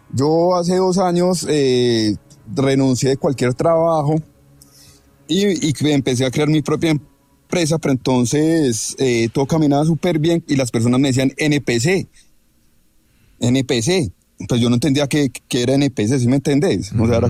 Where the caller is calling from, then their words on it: Bogotá, Colombia; No, yo estoy acá en Bogotá.